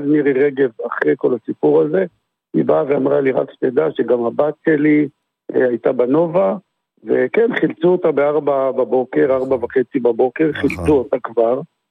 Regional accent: Beit Shemesh, Jerusalem District, Israel; אני גדלתי בבית שמש

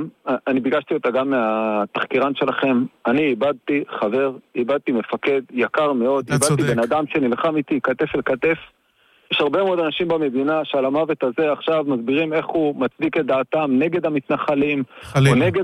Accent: Northern District, Israel; now in Nof HaGalil, Israel; גדלתי בקיבוץ ראש הנקרא, ואני חי בקיבוץ עירוני בנצרת עילית.

